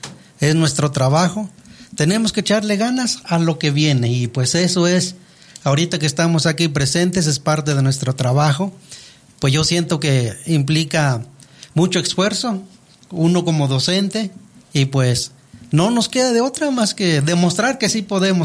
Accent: Veracruz, Mexico; first language Nahuatl; Spanish is a second language; moved away; vengo del estado de Veracruz, también soy indígena, hablante de la lengua materna náhuatl.

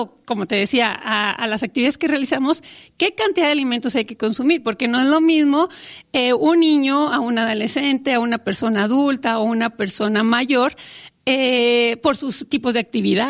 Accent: Mexico

